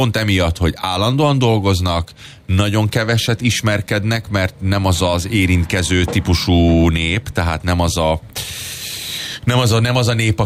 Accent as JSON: {"language": "Hungarian", "region": "Budapest", "country": "Hungary", "tie": "born or raised there", "moved": "yes", "said": "hát ugye ott nőttem fel"}